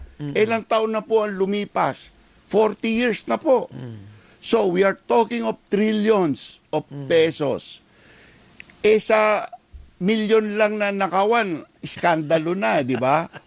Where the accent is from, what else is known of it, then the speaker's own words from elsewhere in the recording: Ilocos Region, Philippines; taga Pangasinan po ako, ang layo-layo sa Bataan.